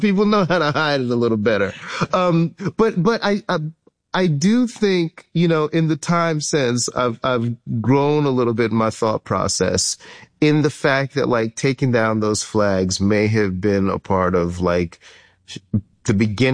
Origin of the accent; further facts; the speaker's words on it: the South, United States; And I have to tell you that as a Black man growing up in the South, Bree's action did not anger me